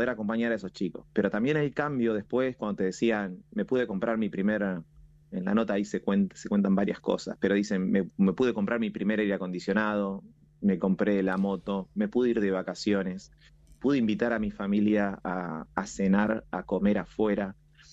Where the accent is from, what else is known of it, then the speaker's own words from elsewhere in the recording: Coronel Suárez, Buenos Aires Province, Argentina; now in Buenos Aires, Argentina; yo no soy de acá de Buenos Aires, soy del interior, cerca de Sierra Ventana de Coronel Suárez. Entonces, venir a Capital, una ciudad mucho más grande, también era un panorama diferente para mí.